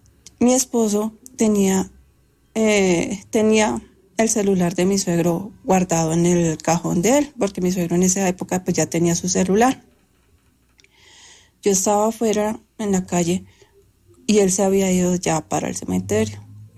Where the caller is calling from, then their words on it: Bogotá, Bogotá Capital District, Colombia; Yo me encuentro desde la ciudad de Bogotá.